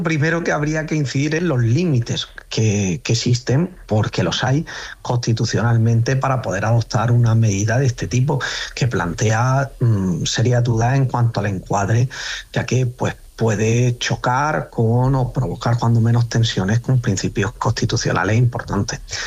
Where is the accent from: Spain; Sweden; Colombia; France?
Spain; Pero serían los que somos españoles de padre o madre